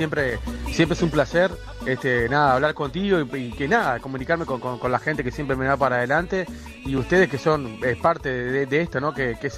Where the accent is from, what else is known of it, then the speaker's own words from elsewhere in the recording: Toledo, Canelones, Uruguay; yo soy de Toledo, Canelones, yeah. Nací acá, toda la vida viviendo acá y cantando desde muy chico.